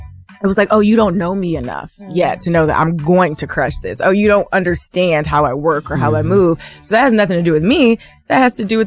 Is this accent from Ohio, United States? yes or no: yes; Toledo, Ohio, United States; But being from Ohio, growing up in Toledo, thank God my parents are still here and they're so present and active in my life.